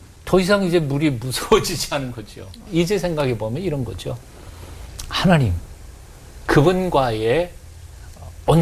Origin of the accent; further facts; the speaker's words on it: Chuncheon, Gangwon, South Korea; 지금은 제 고향 춘천이 의암 때문에 막혀가지고 호수가 돼버렸죠.